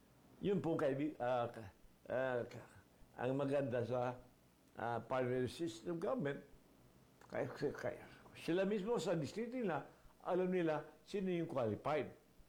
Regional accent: Mindanao, Philippines; Sabagkat kung, for example, kami taga-Mina, gusto namin nuclear power. Kasi patay, panay brownout doon. Maglagay kami nuclear power plant just for the region. Magiging mura. Ano ibig sabihin nun? So maraming mag-invest ng malalaking negosyo sa amin, sa Mindanao, sa mga Peninsula, sabagkat murang kuryente.

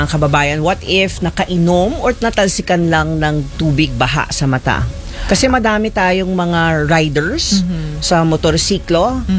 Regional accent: Antipolo, Calabarzon, Philippines; Alam mo, Fred, taga-Antipolo ko

